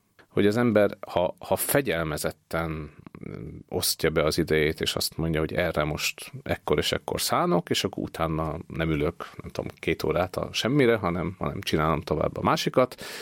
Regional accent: Sopron, Győr-Moson-Sopron, Hungary; moved away as an adult; a szülővárosomba kerültem iskolalelkésznek, és egy Sopron melletti településre, Harkára kerültem lelkésznek

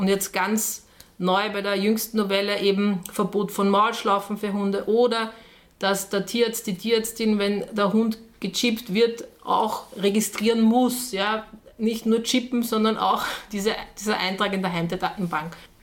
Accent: Vienna, Austria; bin aufgewachsen in Wien, aber mit Garten und sehr nahe am Wald.

